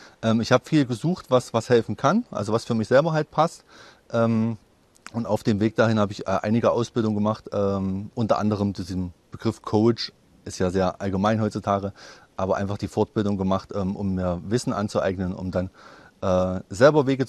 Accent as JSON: {"language": "German", "town": "Teuchern", "region": "Saxony-Anhalt", "country": "Germany", "tie": "born or raised there", "said": "Ich komme aus Teuchern, das ist in der Nähe von Weißenfels, genau, und bin dort geboren, war kurze Zeit mal in Großstadt unterwegs und bin jetzt wieder aufgrund der Ruhe, der schönen Ruhe hier, zurückgekehrt."}